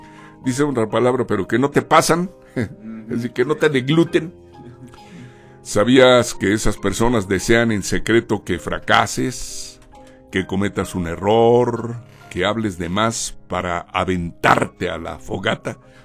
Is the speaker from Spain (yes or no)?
no; Mexico